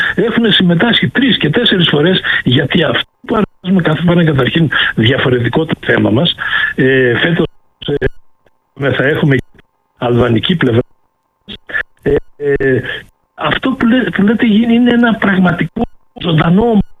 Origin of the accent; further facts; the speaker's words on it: Platy, Western Macedonia, Greece; στην Πρέσπα, στο κέντρο των Πρεσπών, στο πλατή που είναι το χωριό μου